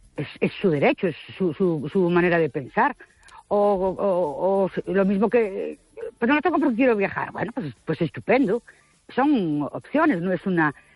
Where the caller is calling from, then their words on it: Ourense, Galicia, Spain; de Ourense.